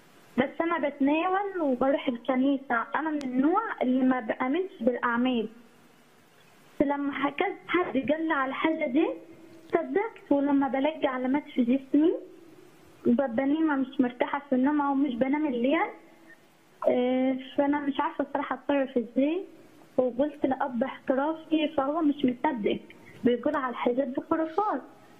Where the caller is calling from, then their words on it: Mallawi, Minya Governorate, Egypt; تبع ملوي، يعني مركز ملوي، أنا من مركز ملوي.